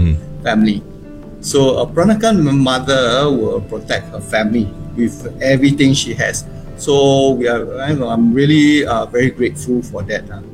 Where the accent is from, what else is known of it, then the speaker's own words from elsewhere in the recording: Singapore; We grew up together. We are both from St. Gabriel's, Hougang boys.